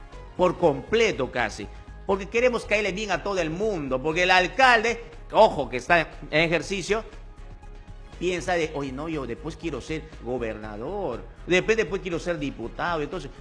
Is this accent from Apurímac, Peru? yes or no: no; Loreto, Peru; también pues los loretamos somos centralistas